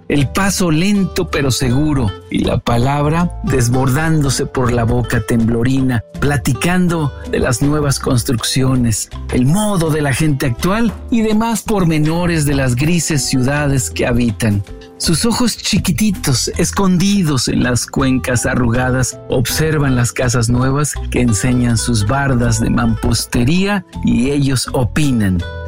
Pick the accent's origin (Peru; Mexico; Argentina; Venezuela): Mexico